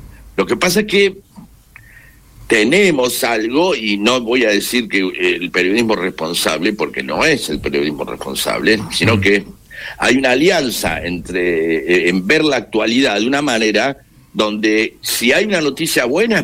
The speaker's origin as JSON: {"language": "Spanish", "country": "Argentina"}